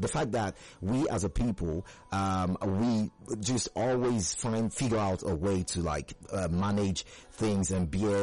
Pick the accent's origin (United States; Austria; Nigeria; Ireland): Nigeria